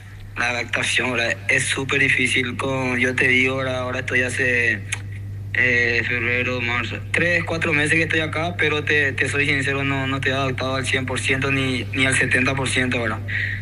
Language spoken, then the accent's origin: Spanish; Paraguay; moved away as an adult; vengo de Paraguay, que soy sudamericano